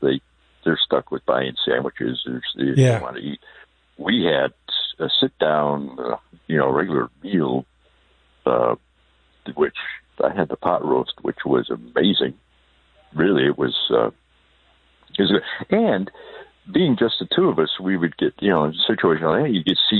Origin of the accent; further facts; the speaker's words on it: Ohio, United States; Where are you from, Ohio? And I said, oh, she said, where from? I said, well, from Georgia County.